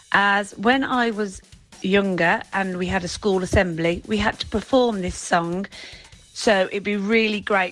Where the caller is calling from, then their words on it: Redditch, West Midlands, United Kingdom; I'm from Redditch.